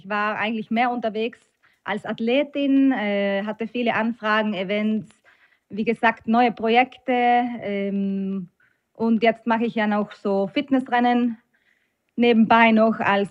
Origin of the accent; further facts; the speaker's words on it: Antholz, Trentino-Alto Adige, Italy; accent: South Tyrolean dialect; first language South Tyrolean dialect; Wir sind ja zu Hause aufgewachsen mit dem Südtiroler Dialekt. In der Schule hatten wir dann Hochdeutsch.